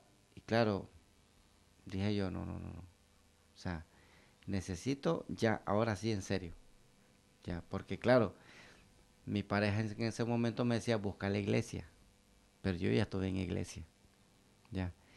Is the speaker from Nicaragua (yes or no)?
yes; Nicaragua; moved away as an adult; now in Spain; en mi país, Nicaragua.